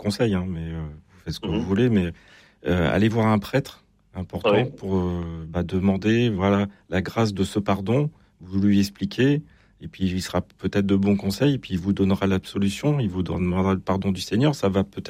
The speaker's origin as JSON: {"language": "French", "region": "Brittany", "country": "France", "said": "je suis breton."}